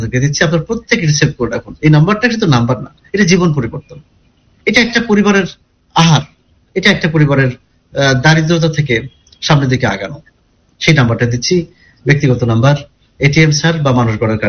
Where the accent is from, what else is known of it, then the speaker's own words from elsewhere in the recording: Kushtia, Khulna Division, Bangladesh; আমার বাড়ি যেমন কুষ্টিয়া হতে পারে